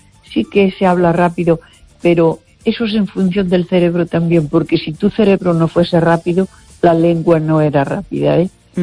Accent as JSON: {"language": "Spanish", "town": "Baiona", "region": "Galicia", "country": "Spain"}